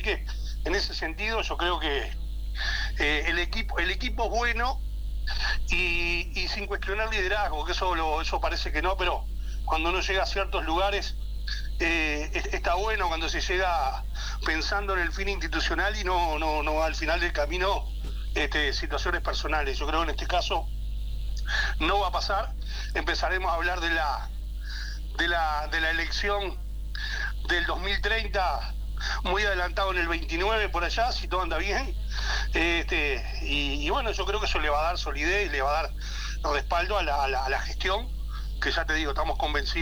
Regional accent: Uruguay; soy un uruguayo más

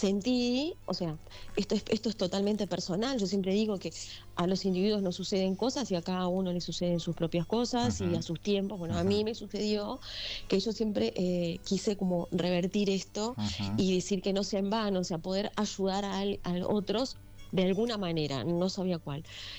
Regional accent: Maldonado, Uruguay; now in Montevideo, Uruguay; empezamos en Maldonado, que es mi ciudad natal. Yo nací ahí, viví 40 años en Montevideo.

